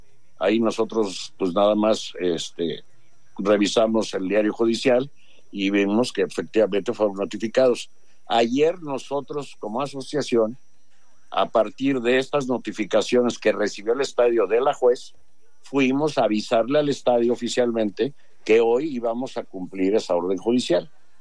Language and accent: Spanish; Mexico; Nosotros no queremos que un extranjero venga a decirnos qué hacer en nuestro país.